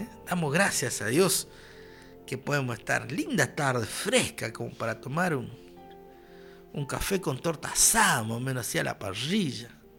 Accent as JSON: {"language": "Spanish", "region": "Chaco", "country": "Argentina", "said": "Nosotros chaqueños teníamos problemas en esa época"}